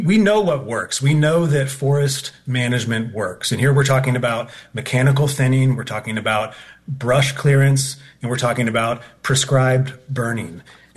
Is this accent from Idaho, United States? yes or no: no; Bozeman, Montana, United States; So in my hometown of Bozeman, Montana